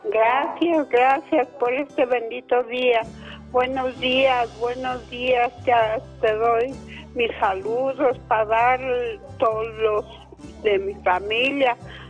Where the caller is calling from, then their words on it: Mexico; de aquí de México.